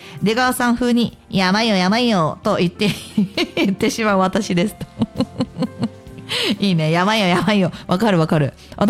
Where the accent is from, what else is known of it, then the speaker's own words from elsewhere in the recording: Hyogo, Japan; moved away; 地元に帰ると必ず食べるんですけどね。